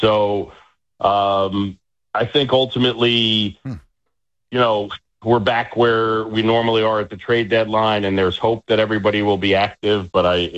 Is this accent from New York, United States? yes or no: yes; New York, United States; our friend Tim Sheehy, we grew up with on Roosevelt Island in New York.